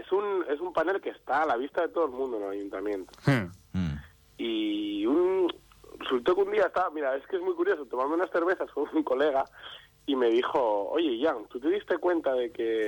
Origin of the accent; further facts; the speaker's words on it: Avilés, Asturias, Spain; La historia es que en Avilés, en mi pueblo...